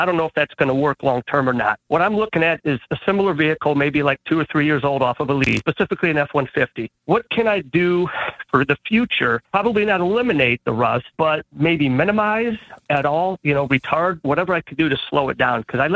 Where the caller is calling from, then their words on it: Ohio, United States; I'm over really just west of the Cleveland area.